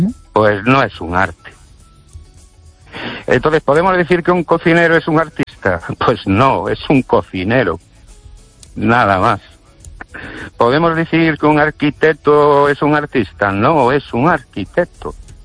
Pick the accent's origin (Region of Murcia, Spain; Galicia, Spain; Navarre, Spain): Galicia, Spain; Ourense; Buenas noches, estéreo oyentes … de Orense.